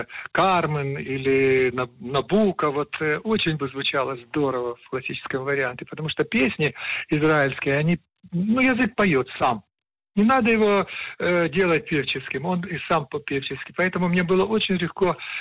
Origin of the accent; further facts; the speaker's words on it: Ukraine; now in Israel; Я сам с Украины.